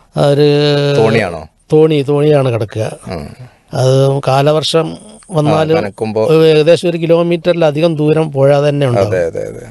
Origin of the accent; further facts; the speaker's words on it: Thekkan Kuttoor, Kerala, India; പിന്നെ ഞാൻ ജനിച്ച് വളർന്നത് അവിടെ തന്നെയാണ്. സ്കൂൾ വിദ്യാഭ്യാസം തുടങ്ങിയത് കുറ്റൂർ തന്നെയുള്ള ഗവൺമെൻറ് ലോവർ പ്രൈമറി സ്കൂളിലാണ്.